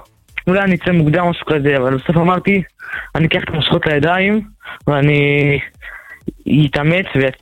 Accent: Ramat Gan, Tel Aviv District, Israel

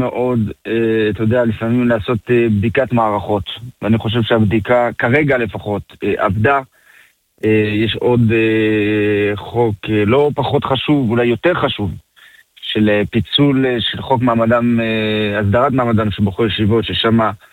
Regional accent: France; now in Israel; אני עולה מצרפת.

